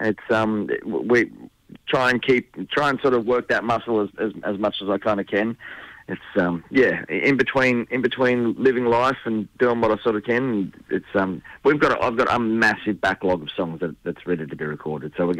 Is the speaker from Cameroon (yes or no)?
no; Casino, New South Wales, Australia; I'm from Casino, and Casino is the official beef capital of Australia